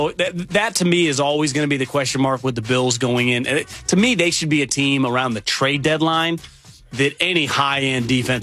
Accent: Davis, California, United States; Colin, you know, Bellotti was a UC Davis guy, so I grew up in Davis. We followed Mike Bellotti.

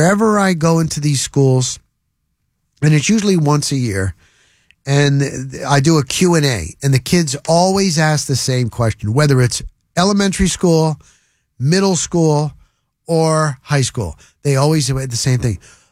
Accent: New Jersey, United States; I get it. I grew up in Jersey. Did I like the Knicks? Yes. Was I a diehard Knicks fan? No. Did I like the Nets? Yeah, I'm a Jersey guy.

